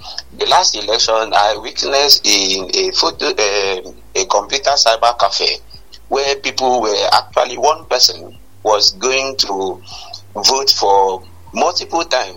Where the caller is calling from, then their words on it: Calabar, Cross River, Nigeria; Yeah, this is the mayor of Urumuko calling from Calabar.